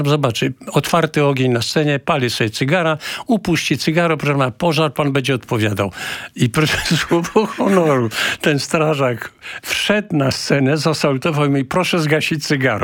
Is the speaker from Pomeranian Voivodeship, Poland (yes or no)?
no; Warsaw, Masovian Voivodeship, Poland; also born or lived in Kraków / San Francisco; ja jestem z Pragi, prawda?